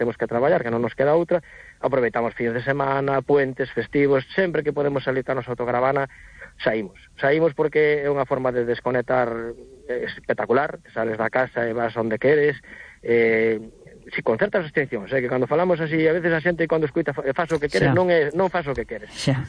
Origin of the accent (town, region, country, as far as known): Redondela, Galicia, Spain